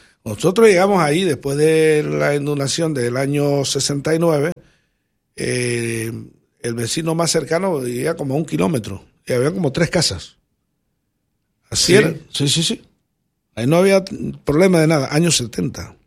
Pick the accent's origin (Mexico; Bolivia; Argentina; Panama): Panama; Tierras Altas district, Chiriquí; born there; also born or lived in Bugaba; Ya yo no pertenezco a Bugaba. Yo pertenezco al glorioso distrito de Tierras Altas